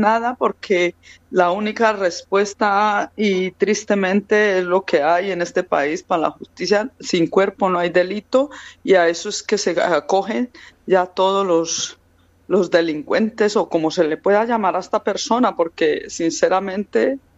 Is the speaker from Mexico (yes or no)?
no; Colombia; moved away; yo vengo de origen de Colombia